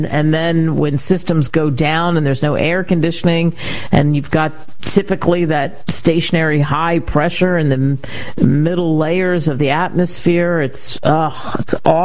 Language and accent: English; Cherry Hill, New Jersey, United States; where I grew up in Cherry Hill, Route 38, and we used to go down the Black Horse Pike